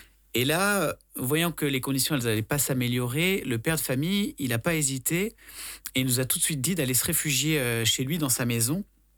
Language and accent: French; Lyon, Auvergne-Rhône-Alpes, France; Alors, bonjour, moi … j'ai 35 ans, je suis lyonnais